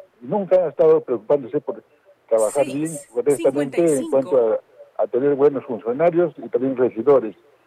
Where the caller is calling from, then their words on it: Cerro Colorado, Arequipa, Peru; soy del Pueblo Norte.